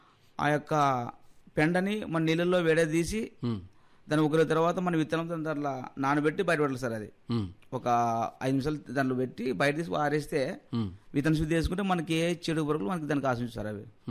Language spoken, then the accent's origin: Telugu; Kanakaveedu, Andhra Pradesh, India; కర్నూలు జిల్లా ఎమ్మినూరు తాలూకా నందవరం మండలం కనకవీడు గ్రామం నుండి మేము వచ్చినాం సార్.